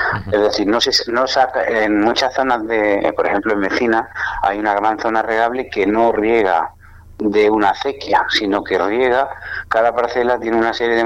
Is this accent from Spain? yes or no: yes; Andalusia, Spain; la zona de Guadí, que es de donde soy yo